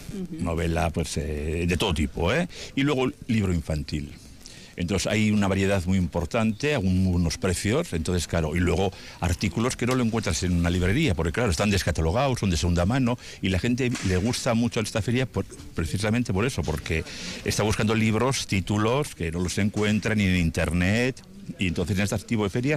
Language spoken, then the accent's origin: Spanish; Bilbao, Basque Country, Spain; Bueno, yo vengo de Bilbao